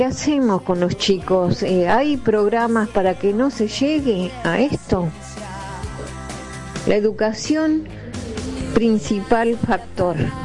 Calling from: La Plata, Buenos Aires Province, Argentina; de La Plata.

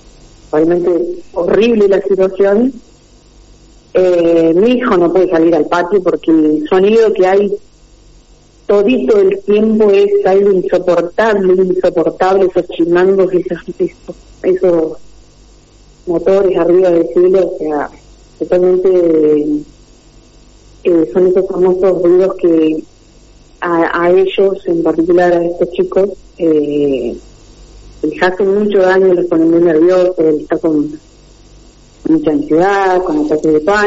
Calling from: San Antonio, Argentina; soy de San Antonio.

